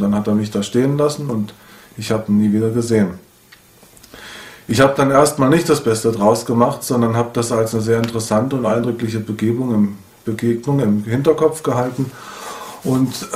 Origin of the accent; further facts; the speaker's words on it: Hesse, Germany; moved away; Auf diesem Bauernhof bin ich groß geworden. Der liegt in einem kleinen Dorf in Nordhessen.